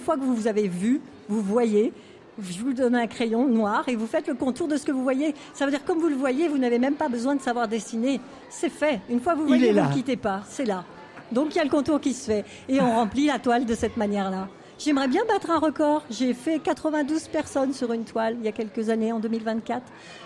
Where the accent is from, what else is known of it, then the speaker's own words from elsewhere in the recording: Hauts-de-France, France; born there; now in Saint-Étienne, France; je suis née en Picardie et effectivement quand je suis arrivée à Saint-Etienne, j'ai dit ça y est, waouh, j'ai trouvé ma ville.